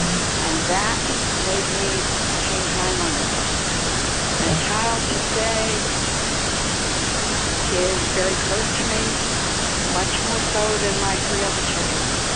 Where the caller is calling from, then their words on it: Virginia, United States; I'm from Virginia.